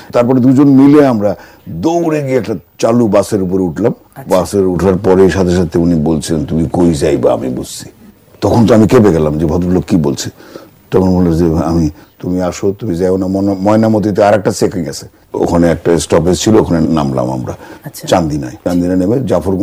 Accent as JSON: {"language": "Bangla", "town": "Sirajganj", "region": "Rajshahi Division", "country": "Bangladesh", "tie": "born or raised there", "said": "আমার বাড়ি সিরাজগঞ্জে, যমুনা পারের সন্তান আমি। সেখানে আমার নানার বাড়িতে 48 সেপ্টেম্বরে জন্ম।"}